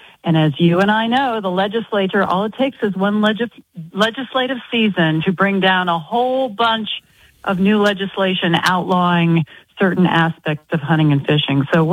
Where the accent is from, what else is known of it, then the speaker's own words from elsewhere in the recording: Gunnison County, Colorado, United States; I'm from Gunnison County